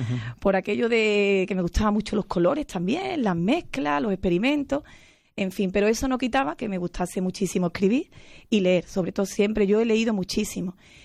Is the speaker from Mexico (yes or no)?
no; El Saucejo, Andalusia, Spain; en el Saucejo, en mi pueblo